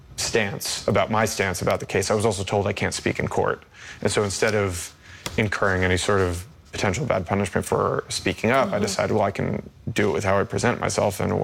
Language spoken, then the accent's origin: English; United States; And I'm an American journalist.